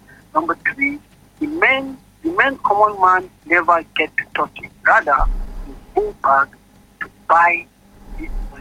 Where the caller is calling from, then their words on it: Bauchi, Nigeria; As for me, I'm a Northerner. I'm from Bauchi State.